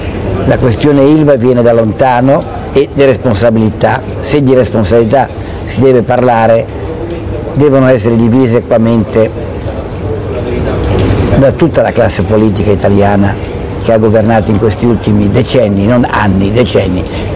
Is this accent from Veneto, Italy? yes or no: no; Novi Ligure, Piedmont, Italy; also born or lived in Genoa; Novi Ligure, la mia città natale